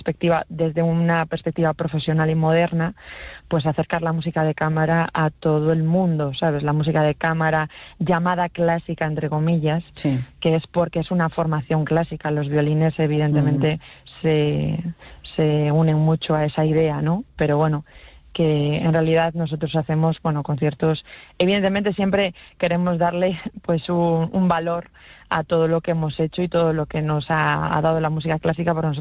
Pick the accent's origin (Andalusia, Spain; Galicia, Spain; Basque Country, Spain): Galicia, Spain; Vigo; porque yo soy de Vigo, la chelista es de Vigo, todos somos sí. gallegos